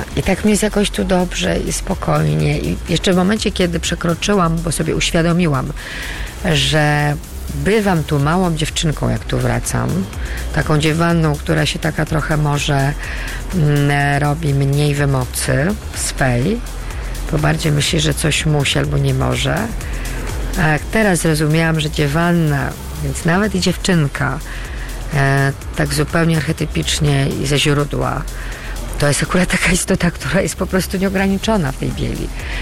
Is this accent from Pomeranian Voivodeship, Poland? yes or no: no; Poznań, Greater Poland Voivodeship, Poland; moved away as an adult; Ja jestem poznanianką z urodzenia. Spędziłam tu pierwsze, z moimi przerwami, 30 lat swojego życia. Przyjechałam tu urodzić dzieci, chociaż już wtedy w Poznaniu nie mieszkałam, bo chciałam, żeby moje dzieci były z Poznania. No i to miasto mi zdecydowanie płynie we krwi.